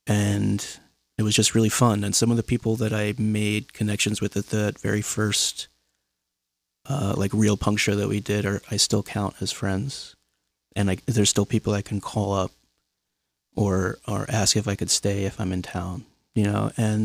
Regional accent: Queens, New York, United States; Oh yeah. I'm from Queens. This was in, I'm from the Sunnyside and Woodside area, but the school I'm talking about was in Jackson Heights.

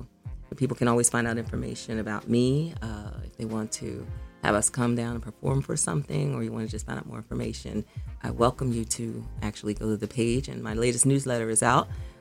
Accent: Camden, New Jersey, United States; my hometown of Camden, New Jersey

